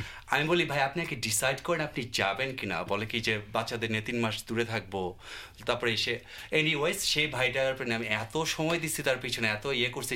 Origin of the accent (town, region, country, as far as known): Bangladesh; now in Australia